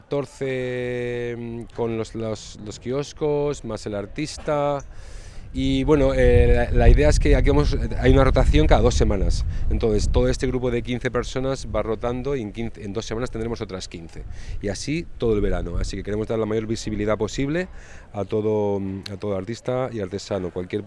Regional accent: Bilbao, Basque Country, Spain; moved away as an adult; also born or lived in Scotland; now in Menorca, Spain; Yo vengo de Bilbao.

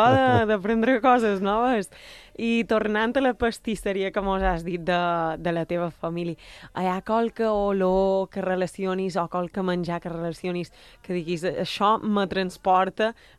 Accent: Pollença, Balearic Islands, Spain; Sí, yo soy de Pollença y te puedo confirmar eso.

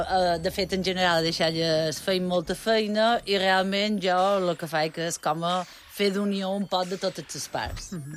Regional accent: Vilafranca de Bonany, Balearic Islands, Spain; Jo vaig anar a l'escola del poble, Vilafranca, i llavors vaig anar a l'Institut de Manacor

